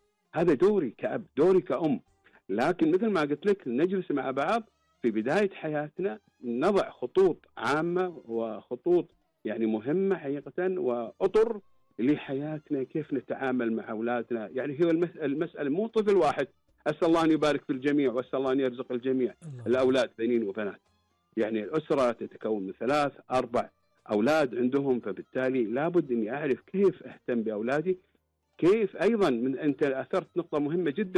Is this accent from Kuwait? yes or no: yes; Kuwait